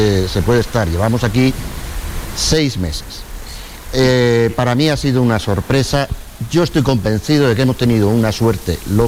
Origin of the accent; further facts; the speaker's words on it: Jaén, Andalusia, Spain; moved away as an adult; now in Torredonjimeno, Spain; Yo soy de Jaén.